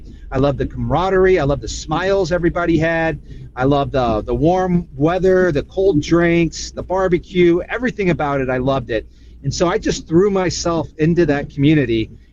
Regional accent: St. Louis, Missouri, United States; I'm originally from Missouri. I'm 50 years old, originally from St. Louis, and I grew up in St. Louis eating barbecue at a place called Bandanas, which is a regional spot.

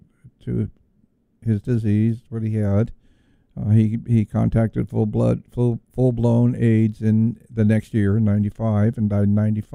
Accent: California, United States; now in Bullhead City, United States; I'm from California

